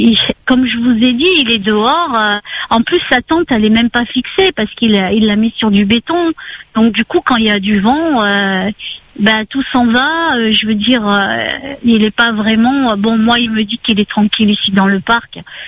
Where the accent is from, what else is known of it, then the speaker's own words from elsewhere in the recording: Réunion; on est tous des Réunionnais à La Réunion